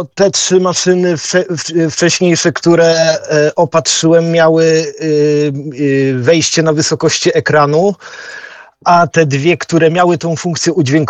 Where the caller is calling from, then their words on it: Bydgoszcz, Kuyavian-Pomeranian Voivodeship, Poland; u mnie w Bydgoszczy.